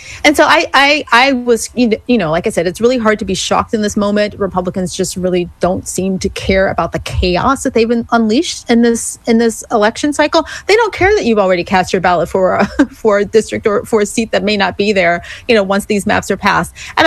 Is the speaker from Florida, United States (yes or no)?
no; Memphis, Tennessee, United States; And I'm from Memphis. I was born and raised in Memphis. It's the majority. I think it's the largest Black majority city in the country.